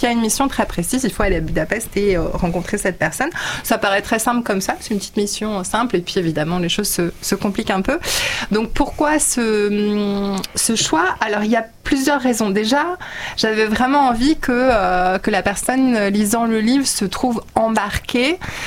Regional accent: France; donc je suis née en France de parents hongrois.

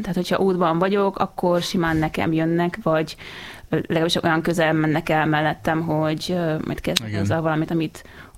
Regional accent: Budapest, Hungary; also born or lived in Netherlands; én 8 kerbe nőttem föl

